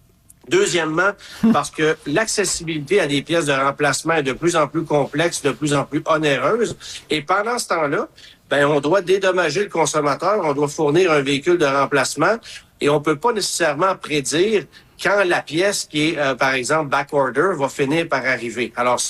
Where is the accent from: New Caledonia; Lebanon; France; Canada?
Canada; Quebec; chez nous au Québec